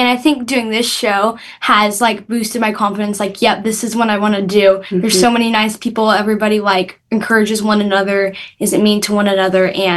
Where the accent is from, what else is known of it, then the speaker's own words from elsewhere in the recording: Oklahoma, United States; I am born and raised.